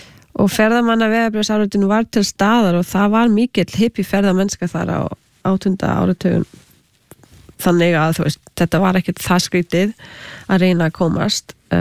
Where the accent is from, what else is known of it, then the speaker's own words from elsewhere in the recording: Canada; Icelandic is a second language; Og ég ólst upp í Kanada með halv indverskri móðu frá Suður Ameríku. Svo ég var þegar alþjóðlegt barn og með nokkuð tungumál sem ég gat notað.